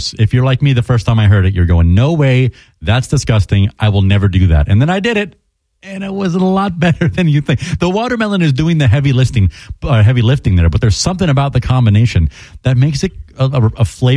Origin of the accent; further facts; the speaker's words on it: Florida, United States; I grew up in the Treasure Coast down in Southeast Florida, and this sounds like a lot of the fest that we have down there.